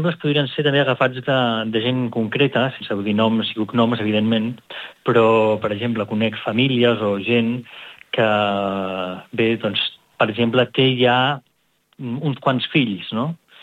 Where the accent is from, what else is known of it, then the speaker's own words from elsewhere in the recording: Girona, Catalonia, Spain; now in Rome, Italy; jo he passat la meva infància i adolescència i joventut a Girona, estudiant aquí a Girona, i amb la família també aquí a Girona